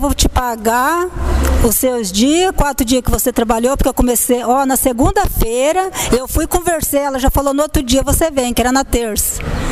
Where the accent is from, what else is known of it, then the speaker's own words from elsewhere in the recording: Jandaia do Sul, Paraná, Brazil; Jandaia do Sul.